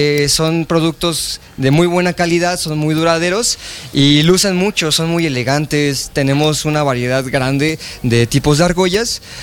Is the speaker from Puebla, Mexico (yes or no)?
no; Mexico City, Mexico; soy de la Ciudad de México.